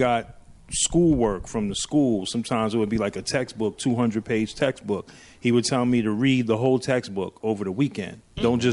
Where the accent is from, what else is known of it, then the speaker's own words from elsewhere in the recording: New York City, New York, United States; also born or lived in Brooklyn, New York / Queens, New York; I'm originally from Harlem, right? Okay. So Harlem raised me, but Queens made me.